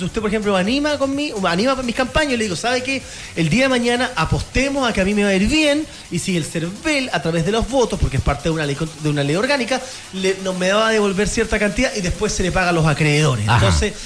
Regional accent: Limache, Valparaíso, Chile; Yo soy de Limache

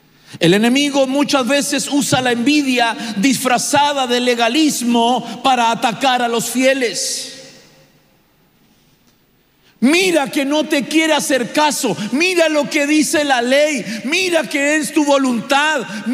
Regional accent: Chile

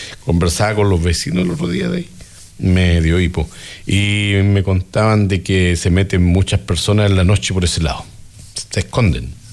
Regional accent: Chile

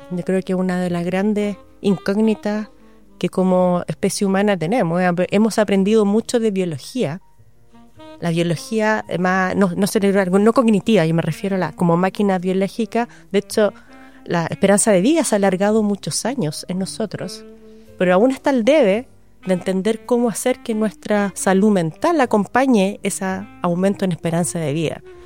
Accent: Viña del Mar, Valparaíso, Chile; also born or lived in Villa Alemana; O sea, perdón, nací en Viña del Mar. Estuve parte de mi vida en Viña del Mar

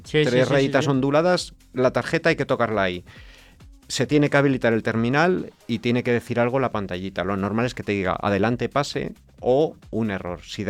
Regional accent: Monzón, Aragon, Spain; Yo como montisonense

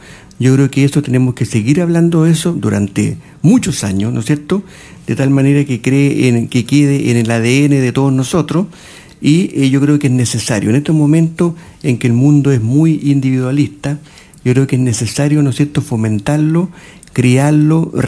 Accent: Santiago, Santiago Metropolitan Region, Chile; now in Cauquenes, Chile; Y eso nos damos cuenta cuando estamos viviendo acá. Yo soy santiaguino, y así que puedo decir que la gente aquí es diferente.

